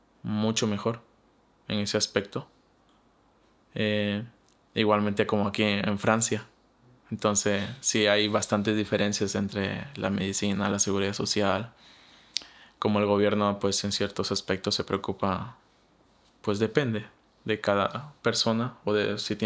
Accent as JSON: {"language": "Spanish", "region": "Loja", "country": "Ecuador", "said": "Yo soy de Loja y yo recuerdo que sabía hacer los San Juanitos o el Año Viejo, cositas así que extraño, que hasta el día de hoy lo extraño porque soy ecuatoriano y estoy orgulloso de ello."}